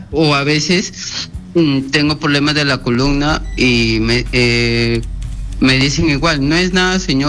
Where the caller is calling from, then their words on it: Callao, Peru; llamo de Callao.